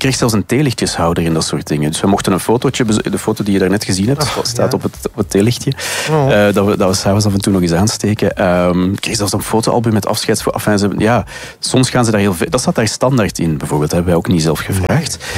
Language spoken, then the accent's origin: Dutch; Mechelen, Flanders, Belgium; Nu, wij zijn van Mechelen bijvoorbeeld.